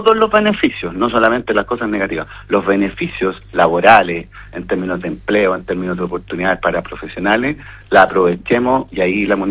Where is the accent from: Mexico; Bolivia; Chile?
Chile; Los Andes, Valparaíso; somos los andinos